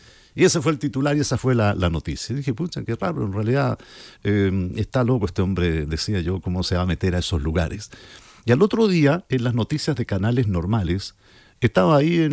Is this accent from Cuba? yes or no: no; Chile; hablo español, pero soy de Chile.